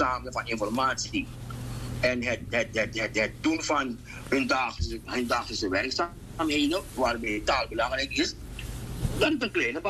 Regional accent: Suriname; born or raised there; moved away

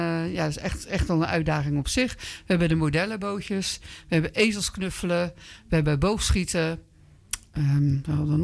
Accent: Netherlands; wij Nederlanders zijn een beetje zuinig.

